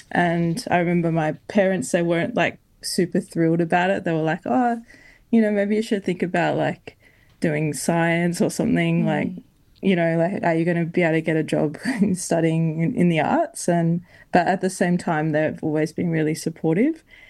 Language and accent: English; Queensland, Australia; I can write, you know, from the perspective of, you know, being a Queenslander, being a queer person, being a Black fella.